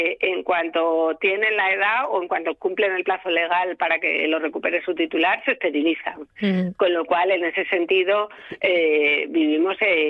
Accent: Asturias, Spain; los asturianos tenemos que estar orgullosos

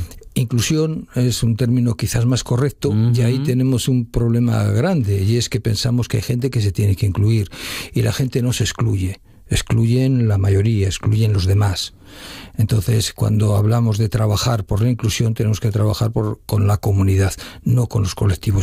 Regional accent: Basque Country, Spain; moved away; pero me tenía que marchar de Euskadi. Y dije, ¿a qué sitio puede ir que sea lo más parecido a mi tierra?

